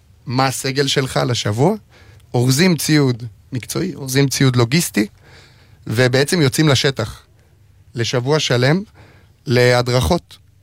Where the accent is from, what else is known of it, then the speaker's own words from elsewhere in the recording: Alon HaGalil, Northern District, Israel; מאלון הגליל, משרת בחטיבת המרום